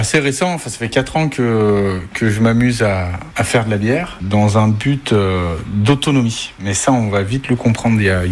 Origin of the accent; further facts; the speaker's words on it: Vaucance valley, Auvergne-Rhône-Alpes, France; also born or lived in Tournon; Alors, je suis un ardéchois du Nord. Pour les sudistes puristes, je suis un faux ardéchois. Mais je suis né à Tournon et j'ai grandi dans la vallée de la Vaucance. C'est une petite vallée entre Annonay et Saint-Bonnet-le-Froid